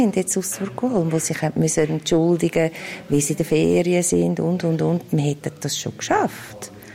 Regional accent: Switzerland; Es ist aber mein Recht als Bürgerin oder als Schweizerin, dass ich meine Rechte weiter verfolge.

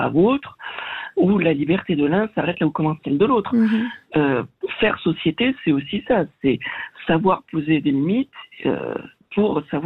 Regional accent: Southwest France, France; C'est-à-dire que je viens du sud-ouest de la France, on a quand même une langue dans le sud-ouest de la France, qui s'appelle l'occitan.

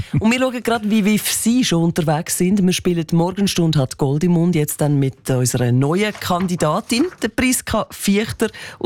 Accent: Zurich, Switzerland; darf ich das als Zürcherin sagen?

